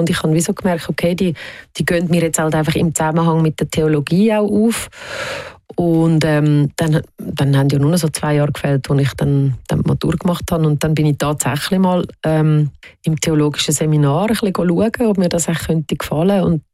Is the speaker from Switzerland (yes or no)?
yes; Zollikerberg, Zurich, Switzerland; Auf der anderen Seite bin ich hier in der Schweiz aufgewachsen und hatte sehr behütete Kindheit gehabt. Ich bin ein Waldkind gewesen. Ich bin neben dem Wald aufgewachsen.